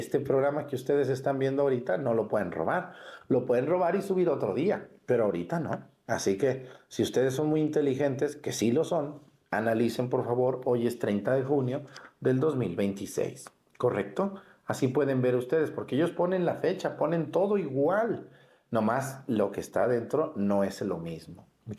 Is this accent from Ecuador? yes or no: no; Mexticacán, Jalisco, Mexico; moved away; allá en mi pueblo, en Mexicacán